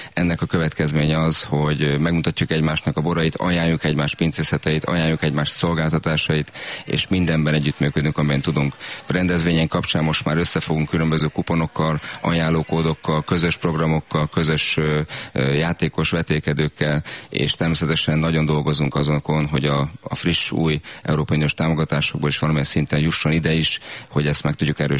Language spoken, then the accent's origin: Hungarian; Villány, Baranya, Hungary; born there; Hát én is itt születtem Villányban